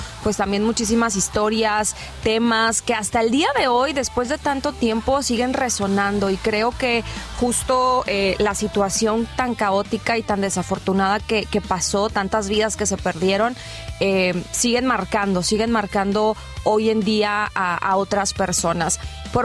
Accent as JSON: {"language": "Spanish", "country": "Mexico", "said": "quienes somos mexicanos"}